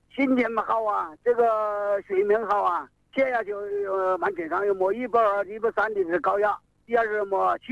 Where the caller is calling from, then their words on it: Honghu, Hubei, China; 我是洪湖的，洪湖大沙湖农场的。